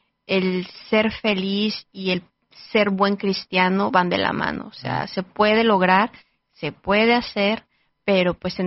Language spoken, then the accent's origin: Spanish; Mexico